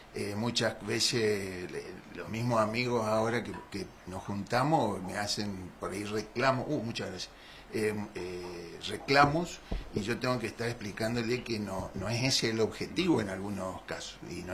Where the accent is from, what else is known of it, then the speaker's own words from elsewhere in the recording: Sáenz Peña, Chaco, Argentina; born there; also born or lived in Barranqueras; Si yo nací en Cespeña.